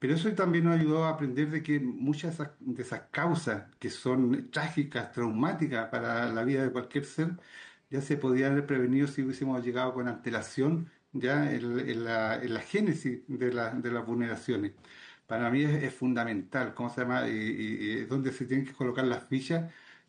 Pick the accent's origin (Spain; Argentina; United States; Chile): Chile